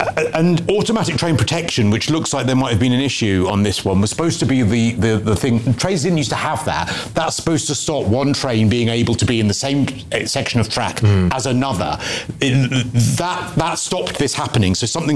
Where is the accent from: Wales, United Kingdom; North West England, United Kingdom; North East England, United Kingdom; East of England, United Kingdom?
East of England, United Kingdom; St Albans; Yeah, it used to pass where I grew up in St Albans, this Bedford to Brighton line. We lived near the station, and it passed the back of our house at the end of our garden.